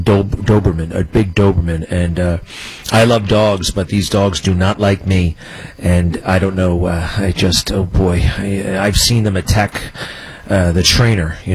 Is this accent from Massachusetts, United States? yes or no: no; Oyster Bay, New York, United States; Now, I grew up on Long Island, Sagamore Hill and Oyster Bay.